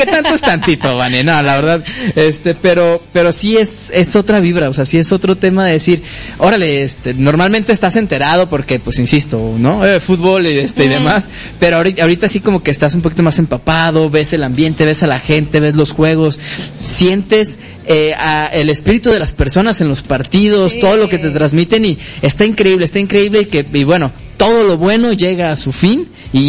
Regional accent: Mexico; yo sé que somos mexicanos y nos gusta dejar todo al último minuto

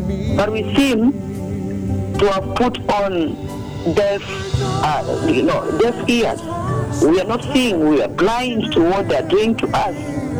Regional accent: Kenya; I repent very much as a woman, and I repent as a Kenyan

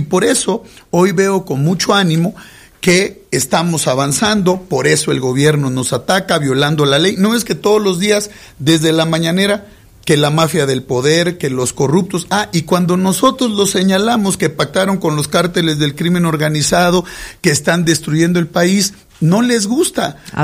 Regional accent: Mexico; Antes de ser priistas o panistas, somos mexicanos

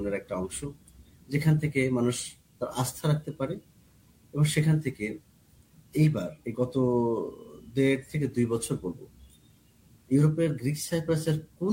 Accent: Kushtia, Khulna Division, Bangladesh; আমার বাড়ি কুষ্টিয়া

